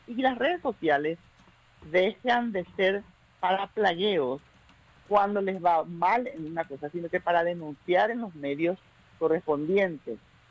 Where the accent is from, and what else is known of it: Paraguay